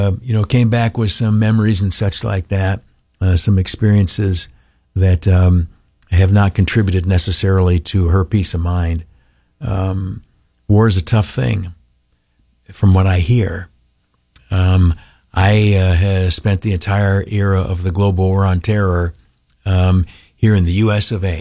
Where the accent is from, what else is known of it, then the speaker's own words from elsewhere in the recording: New York, United States; moved away; tomorrow morning, he and I are going to go down to my hometown, Canastillo, and run the 5K down there.